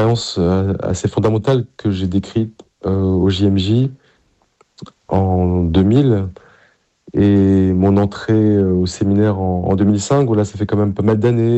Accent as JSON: {"language": "French", "town": "Paris", "region": "Île-de-France", "country": "France", "tie": "born or raised there", "said": "là où j'ai grandi, la paroisse Saint-Médard en bas de la rue Mouffetard à Paris"}